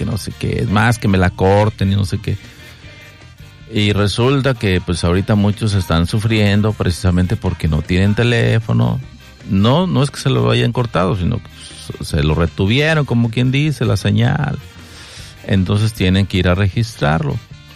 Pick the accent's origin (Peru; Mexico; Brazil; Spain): Mexico